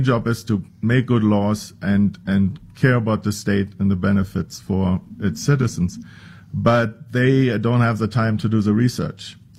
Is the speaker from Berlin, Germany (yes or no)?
yes; Berlin, Germany; English is a second language; moved away as an adult; now in Las Vegas, United States; I was born and raised in Berlin. I went to school there. I got my PhD at the Institute for Radiation and Nuclear Physics. And after that, I came to the U.S. in 1994, and to Nevada, actually to Las Vegas at the time.